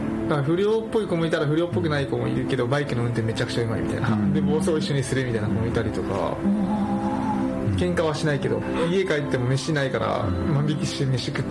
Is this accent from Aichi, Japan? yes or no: yes; Nagoya, Aichi, Japan; はい、地元の名古屋は地下格闘技があって、それに出場してたんですよ